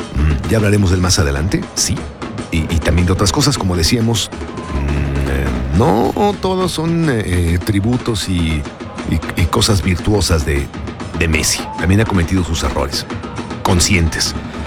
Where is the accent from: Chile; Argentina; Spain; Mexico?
Mexico; Como migrante mexicano, moreno, en la península ibérica, en aquellos años 80